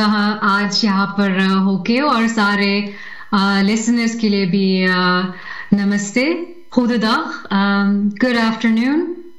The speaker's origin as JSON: {"language": "Hindi", "country": "Netherlands", "tie": "born or raised there", "said": "मैं यहाँ पर नेदरलैंड्स में, जैसे आपने बताए हो, पैदा हुई हूँ। मेरे माता पिता भारत से हैं और यहाँ पर पली बड़ी हुई हूँ, और घर पे तो हम दो भाषा बोलते थे, एक्चुअली तीन भाषा बोलते थे, हिंदी, डच और इंग्लिश।"}